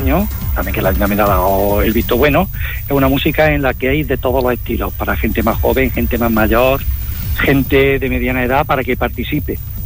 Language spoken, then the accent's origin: Spanish; Montilla, Andalusia, Spain; aunque yo personalmente soy de Montilla, pero todos los operarios son de aquí de la provincia de...